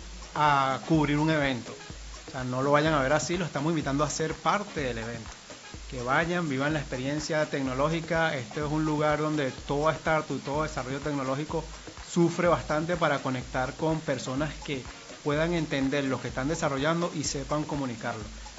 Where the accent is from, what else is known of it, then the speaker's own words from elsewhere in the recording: Guatire, Miranda, Venezuela; born there; also born or lived in Caracas / Panama City; soy de Guarenas, soy de Guatire, soy de acá. Nací en Caracas, pero 25 años viviendo acá, ya prácticamente soy de acá.